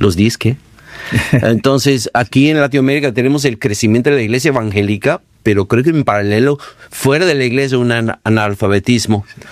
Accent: England, United Kingdom; En mi país, en Inglaterra

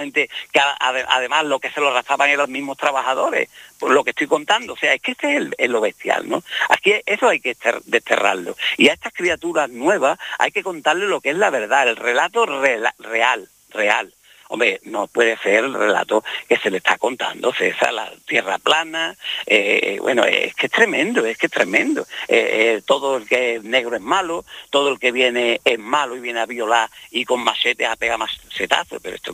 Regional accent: Spain; aquí somos todos españoles

